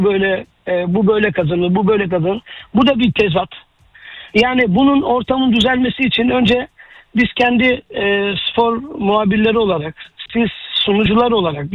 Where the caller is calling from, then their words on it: Istanbul, Turkey; İstanbul'dan katılıyorum da. Biraz nostalji yapmak istiyorum sizinle. Benim yaşım aşağı yukarı 52-53.